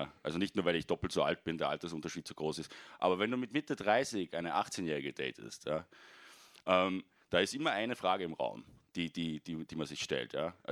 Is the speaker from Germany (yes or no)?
no; Salzburg, Austria; now in Vienna, Austria